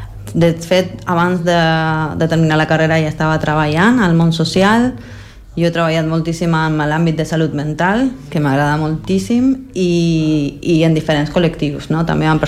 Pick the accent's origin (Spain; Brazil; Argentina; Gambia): Argentina; moved away; perquè jo vaig marxar de l'Argentina al juliol i aquesta situació es va donar al desembre.